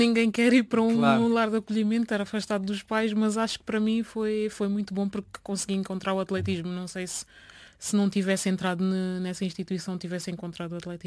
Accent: Seixal, Lisbon metropolitan area, Portugal; born there; also born or lived in Almada; Pregal, 1996. E pronto, sempre vivi os meus primeiros 9 anos no Seixal. Depois, entretanto, as coisas começaram-se a dificultar entre os meus pais e pronto, eu fui viver para uma instituição de acolhimento para crianças desfavorecidas

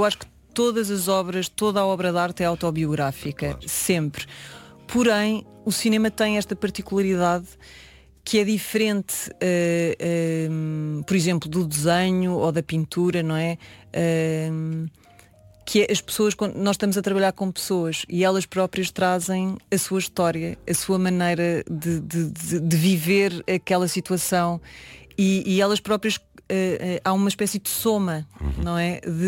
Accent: Alentejo, Portugal; eu como eu sou alentejana

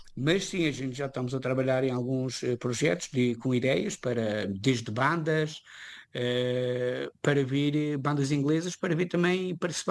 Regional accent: Santana, Madeira, Portugal; now in London, United Kingdom; a gente vivíamos na mesma freguesia do Conselho de Santana.

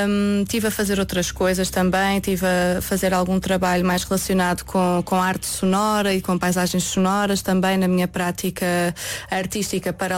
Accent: Lisbon, Portugal; now in Porto, Portugal; Exatamente, sou de Lisboa, estou cá há 3 anos, até vim para cá para fazer um mestrado em som na ESMAI.

